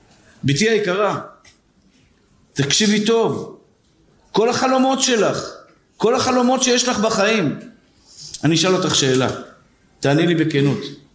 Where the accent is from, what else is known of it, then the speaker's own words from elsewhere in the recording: Tel Aviv, Tel Aviv District, Israel; נולדנו פשוטים, נולדתי בשכונת התקווה